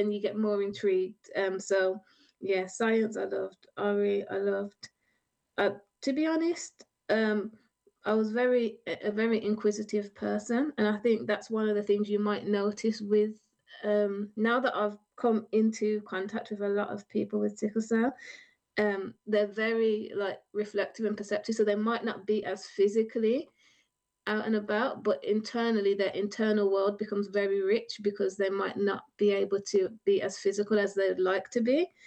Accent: Birmingham, West Midlands, United Kingdom; born there; moved away as an adult; that's when I moved away from Birmingham.

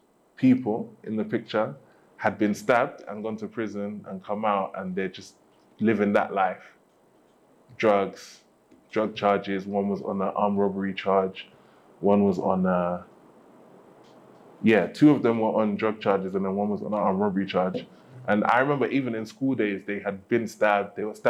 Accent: London, United Kingdom; moved away as an adult; the fun of growing up in London.

